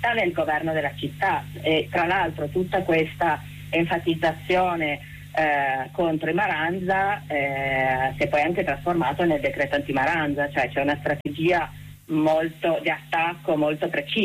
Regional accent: Turin, Piedmont, Italy; noi ci vedremo come torinesi liberi democratici

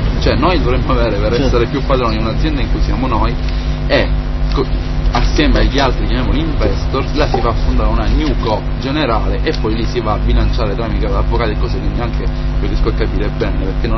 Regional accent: Sicily, Italy

